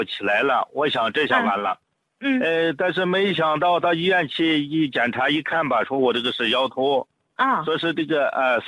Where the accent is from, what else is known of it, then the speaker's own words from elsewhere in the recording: Anhui, China; 林老师，我是安徽的一个朋友。我呢今年已经66岁了